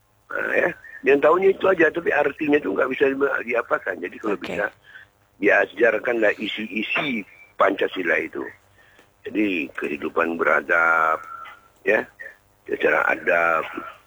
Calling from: Malay, Indonesia; Kita kan Melayu ini kan.

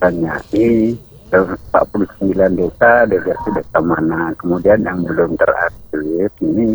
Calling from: Aceh, Indonesia

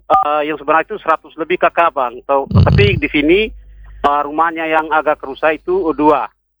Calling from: Wawaria district, East Nusa Tenggara, Indonesia; Di Desa Ratewati Selatan

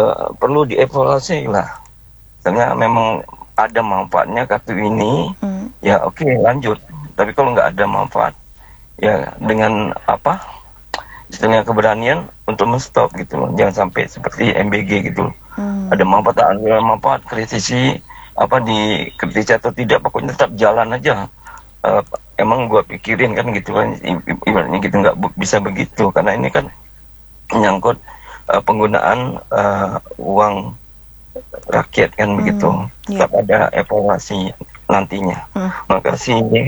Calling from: Tanjung Pinang, Riau Islands, Indonesia; kita apresiasi sebagai warga Kota Tanjung Pinang.

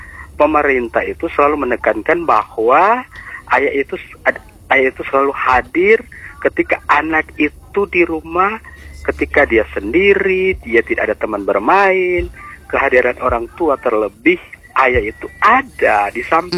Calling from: Makassar, South Sulawesi, Indonesia; di daerah saya itu, di Makassar saya

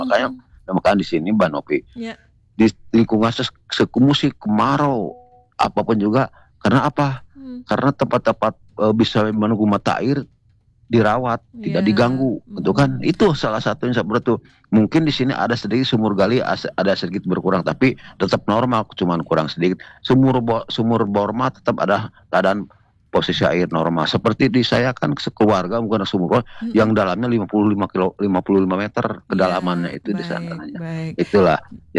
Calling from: Bandung, West Java, Indonesia

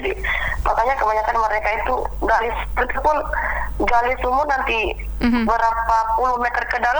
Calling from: West Sulawesi, Indonesia; also born or lived in Nunukan; Saya lagi ada di Sulawesi Barat.

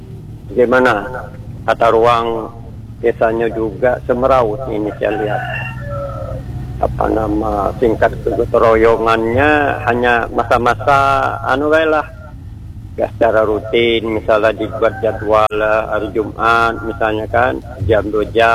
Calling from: Bangka Belitung Islands, Indonesia

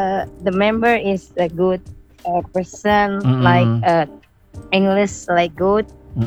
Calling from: Bengkulu, Indonesia; Dari Pulau Panggung.

